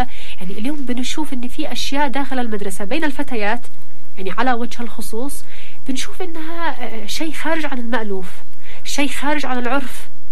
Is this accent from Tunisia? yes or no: no; Yemen; احنا كيمنيين